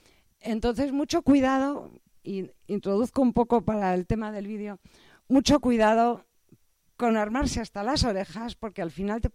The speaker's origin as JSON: {"language": "Spanish", "town": "Mülheim an der Ruhr", "region": "North Rhine-Westphalia", "country": "Germany", "moved": "yes", "said": "yo soy de un sitio que se llama Mühlheim an der Ruhr, en Alemania"}